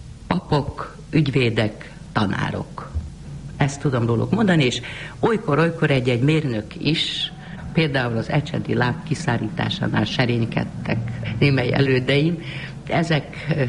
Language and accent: Hungarian; Budapest, Hungary; born there; Budapesten, de csak Kishíján. A szüleim Erdélyből jöttek ki az első világháború után, és én a nagy zűrzavarban még gyorsan Pesten megszülettem nekik.